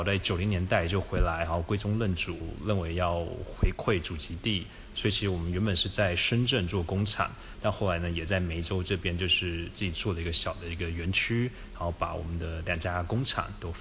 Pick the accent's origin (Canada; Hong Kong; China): Canada; 因为我以前是在加拿大长大的，所以呢有比较多的海外经验